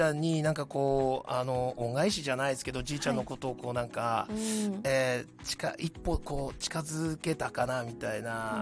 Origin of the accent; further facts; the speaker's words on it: Rankoshi, Hokkaido, Japan; 蘭越町出身、僕蘭越町生まれも育ちも蘭越町で、それで高校卒業して3年間ちょっと町外の民間企業に勤めたんですけども、どうしてもやっぱり蘭越町に帰りたくって